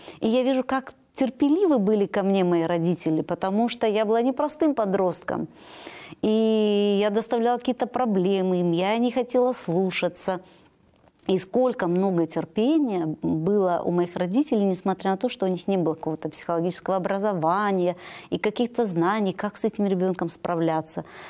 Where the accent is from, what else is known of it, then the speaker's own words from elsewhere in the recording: Odesa Oblast, Ukraine; Я выросла на Украине, на юге Украины, в теплых местах. Это Одесская область. У меня очень простая семья, простые родители.